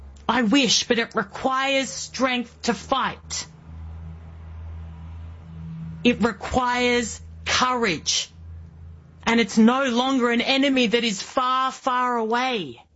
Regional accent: Indonesia; also born or lived in Australia; I grew up in Indonesia, the world's largest Muslim nation. I speak the language.

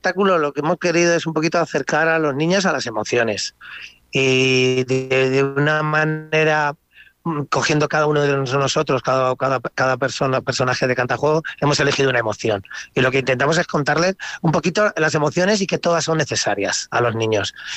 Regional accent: Villarrobledo, Castilla-La Mancha, Spain; yo soy de Villarrobledo, o sea que soy castellano manchego

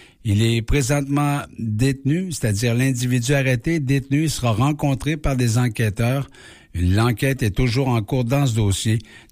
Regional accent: Quebec, Canada; chez nous, au Québec

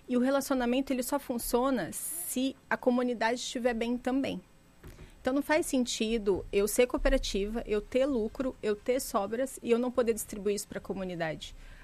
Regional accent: Maringá, Paraná, Brazil; Eu já morei em estados diferentes, eu venho de Maringá, Paraná, que também é uma cidade do interior, né?

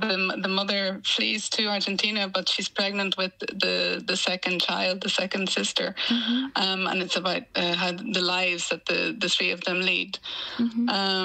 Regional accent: Northern Ireland, United Kingdom; I am from County Tyrone. It's in the northwest.

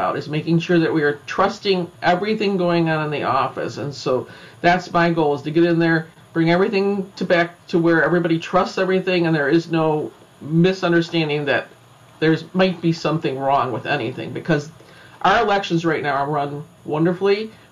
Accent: DuPage County, Illinois, United States; So I actually did grow up in DuPage. I grew up in a quite Republican household.

